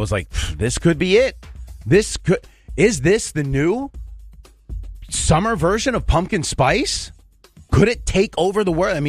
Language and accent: English; New York, United States; growing up in New York